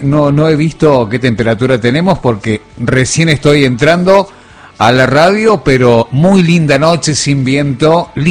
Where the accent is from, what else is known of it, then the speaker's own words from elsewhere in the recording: San Luis, Argentina; Yo soy nacido en San Luis Capital y bueno, uno se acostumbra, obviamente se acostumbra al viento porque ya nació acá